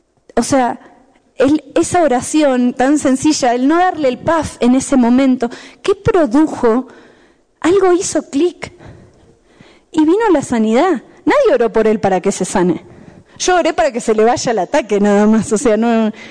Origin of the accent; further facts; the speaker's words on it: La Paz, Bolivia; born there; Por más que nací en La Paz, llego de vuelta de un viaje y mi cuerpo se tiene que volver a adaptar